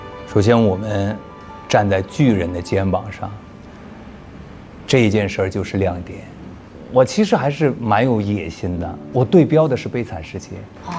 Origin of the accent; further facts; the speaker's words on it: China; 用我们中国人的情怀情感去表达的，